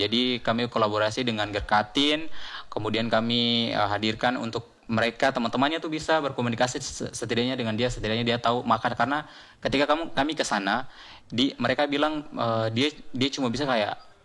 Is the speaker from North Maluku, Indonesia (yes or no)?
yes; North Maluku, Indonesia; daerah saya